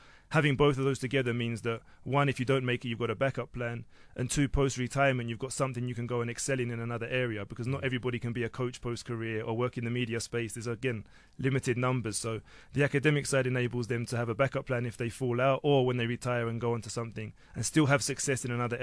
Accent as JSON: {"language": "English", "region": "England", "country": "United Kingdom", "tie": "born or raised there", "moved": "yes", "said": "I grew up in England. So I went to Brunel University in West London."}